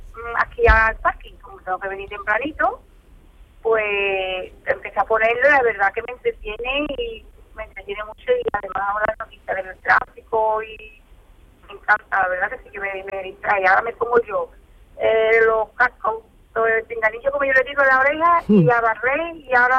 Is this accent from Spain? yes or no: yes; Olivares, Andalusia, Spain; Yo soy de Olivares.